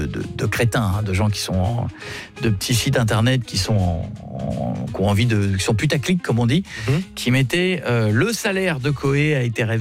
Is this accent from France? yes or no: yes; France; Chez nous, en France, c'est très compliqué.